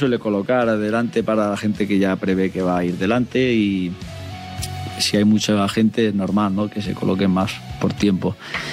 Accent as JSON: {"language": "Spanish", "town": "Béjar", "region": "Castile and León", "country": "Spain", "said": "soy de Béjar"}